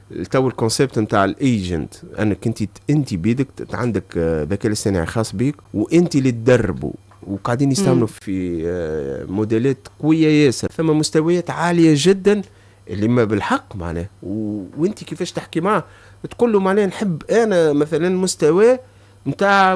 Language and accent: Arabic; Tunisia; عندنا في تونس